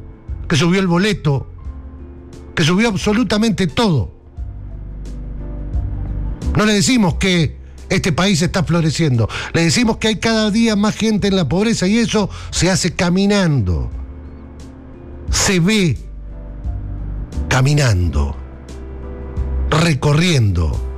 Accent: Córdoba, Argentina; No tengo acento. Si quiere, en un ratito se me sale. Deme dos segundos y le abro Córdoba y pleno.

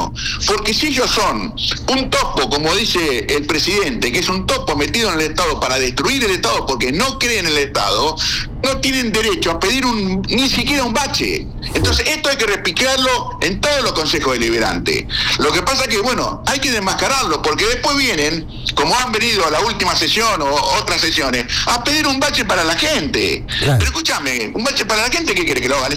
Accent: Ensenada, Buenos Aires Province, Argentina; born there; yo soy nacido en Cambaceres

